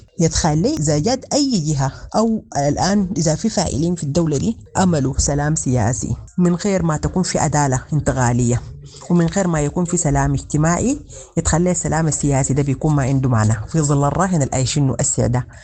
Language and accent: Arabic; Sudan; نحن كشعب سوداني